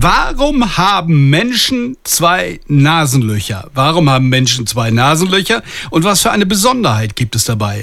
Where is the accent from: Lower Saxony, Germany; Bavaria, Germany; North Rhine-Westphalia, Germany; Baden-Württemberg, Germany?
North Rhine-Westphalia, Germany; da ich ein Kind vom Ruhrgebiet bin